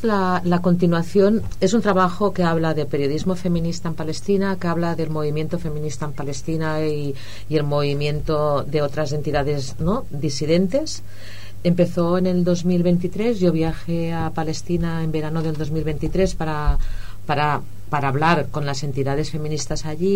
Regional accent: Catalonia, Spain; born there; aquí, como catalana, desde que yo soy pequeña

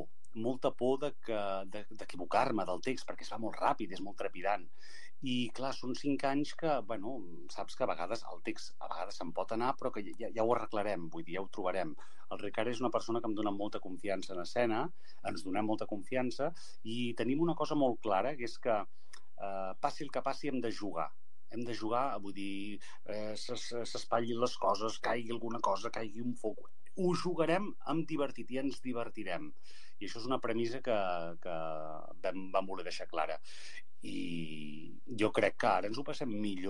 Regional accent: El Prat de Llobregat, Catalonia, Spain; em fa molt de respecte sempre actuar al meu poble

